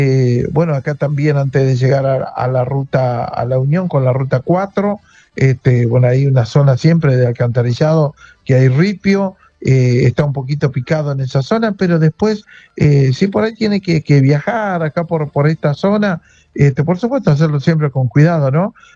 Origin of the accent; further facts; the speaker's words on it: La Lucila, Santa Fe, Argentina; ni que hablar de mi pueblo de La Lucila